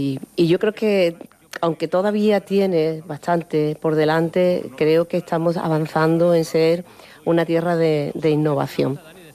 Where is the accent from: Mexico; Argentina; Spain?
Spain; Sanlúcar la Mayor, Andalusia; Andalucía es el sitio donde yo nací, es mi familia, es mi pueblo. Yo soy de Sanlúcar la Mayor, un pueblo que está aquí muy cerquita, y mis raíces pues son muy humildes.